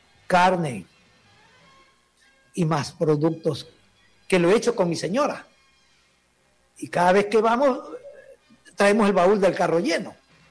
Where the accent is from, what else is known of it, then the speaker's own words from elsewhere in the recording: Ecuador; Pido como ecuatoriano que se hagan la forma más correcta.